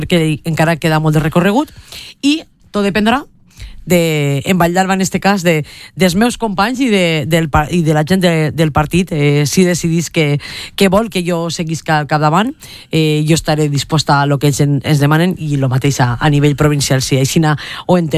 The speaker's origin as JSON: {"language": "Catalan", "town": "la Vall d'Alba", "region": "Valencian Community", "country": "Spain", "said": "l'alcaldessa de tots els valldalbencs, perquè és el meu poble"}